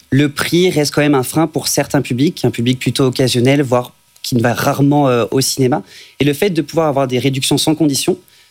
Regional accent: Nantes, Pays de la Loire, France; Non, on a commencé avec Nantes, parce que nous, on est Nantais.

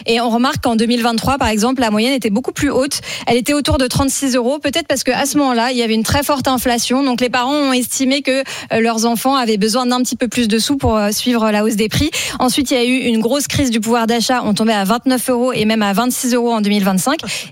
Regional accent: Normandy, France; Et les Normands, les plus radins. Ça tombe bien, je suis normande.

